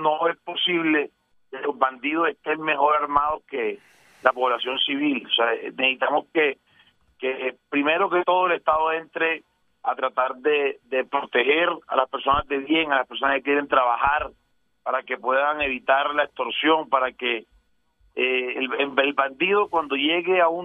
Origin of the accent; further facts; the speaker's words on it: Magangué, Bolívar, Colombia; moved away; also born or lived in Barranquilla; como bolivarense, yo soy bolivarense, nacido y criado en Marangué, Bolívar, y pues viví gran parte de mi vida en Barranquilla.